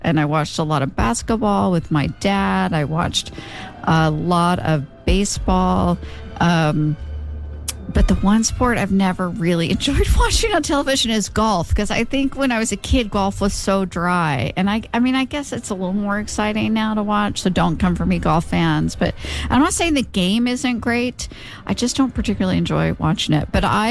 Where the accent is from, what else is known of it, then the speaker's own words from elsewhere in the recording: Oklahoma, United States; growing up in Oklahoma and growing up in the 70s and 80s